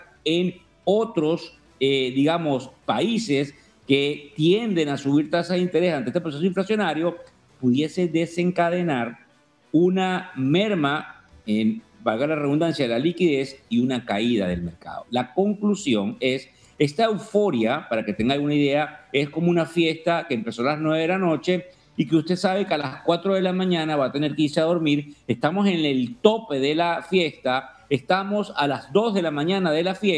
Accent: Venezuela; moved away as an adult; now in New York, United States; yo soy el venezolano de la tribuna, vuelvo a repetírselo, no estoy en la bolsa, no se asuste de donde me está viendo, estamos en un location, en un pueblo que se llama Scarsdale, en Nueva York

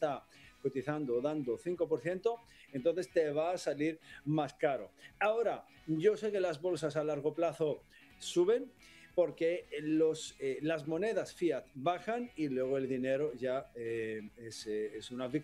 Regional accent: Greece; yo soy griego

